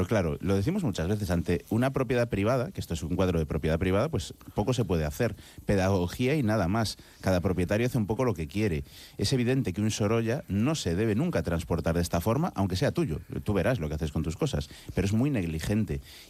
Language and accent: Spanish; Galicia, Spain; en mi tierra. Achicharraditos.